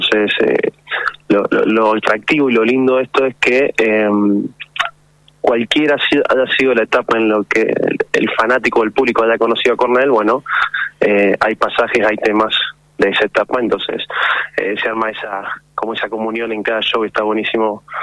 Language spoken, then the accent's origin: Spanish; Mendoza, Argentina; La banda somos todos de Mendoza.